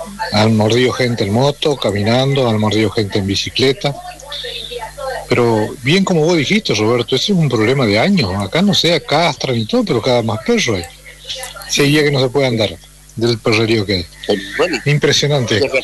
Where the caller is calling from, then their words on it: Viale, Entre Ríos, Argentina; yo soy acá de Viale